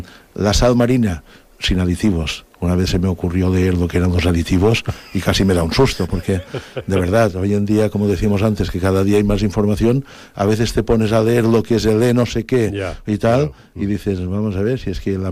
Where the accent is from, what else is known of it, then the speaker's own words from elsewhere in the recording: Ibiza, Balearic Islands, Spain; Bueno, de pequeño, aquí en Ibicenco, lo que hemos dicho siempre, un poco cool román.